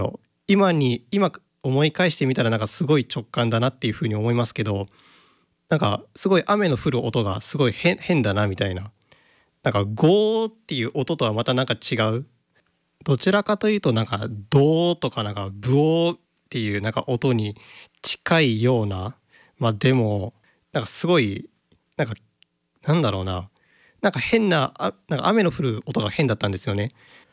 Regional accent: Okayama, Japan; 私あの岡山出身と言ったことがあったと思うんですけども、

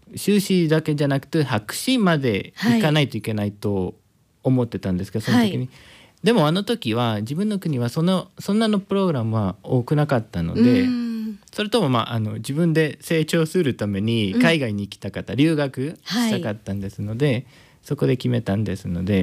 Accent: El Salvador; Japanese is a second language; moved away as an adult; now in Japan; エルサルバドールから来ましたんですけど、

